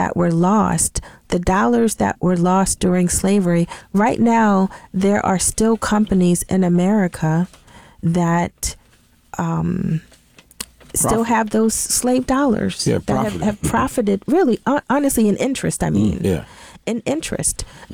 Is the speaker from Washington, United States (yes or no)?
no; Alabama, United States; My father, you know, we're from Alabama, deep South Alabama, right where Alabama touches the state of Florida.